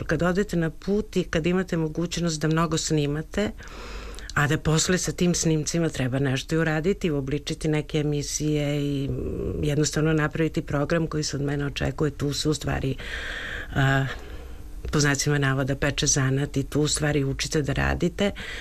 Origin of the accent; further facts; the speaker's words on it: Belgrade, Serbia; born there; Ja sam rođena u Beogradu i stvarno sam imala malo dodira sa selom